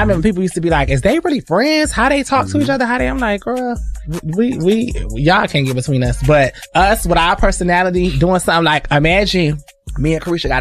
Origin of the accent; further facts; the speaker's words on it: Florida, United States; it reminded me of growing up in Florida though